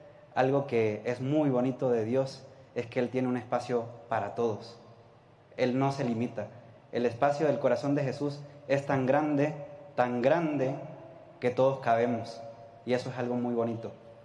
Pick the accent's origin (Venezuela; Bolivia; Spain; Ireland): Venezuela; moved away as an adult; now in Mexico; pero de inglés nada. Soy de Venezuela. Acabo de llegar hace 6 meses a México